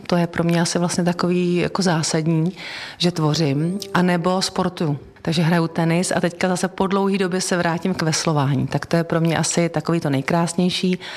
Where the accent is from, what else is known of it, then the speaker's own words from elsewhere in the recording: Votice, Central Bohemian Region, Czechia; also born or lived in Benešov; now in Prague, Czechia; Ano, jsem naplavenina. Já jsem vlastně z Votic, narodila jsem se v Benešově, ale žiju už opravdu dlouho v Praze